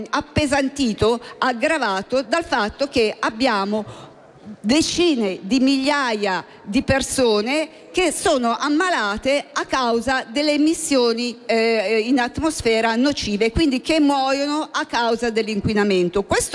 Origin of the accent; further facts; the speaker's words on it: Lombardy, Italy; Io da Lombarda